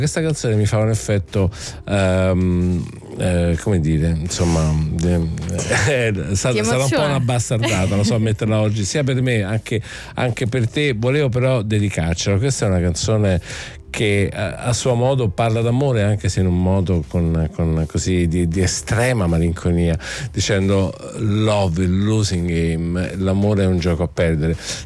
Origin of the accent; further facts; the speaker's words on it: Naples, Campania, Italy; essendo napoletano